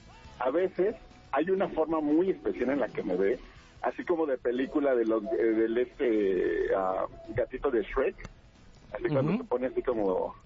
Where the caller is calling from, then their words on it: Mexico City, Mexico; estoy justo en Iztapalapa ahorita.